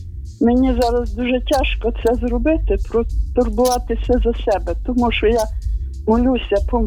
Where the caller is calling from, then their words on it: Zhytomyr Oblast, Ukraine; Дзвоню я перший раз до вас з Житомирщини.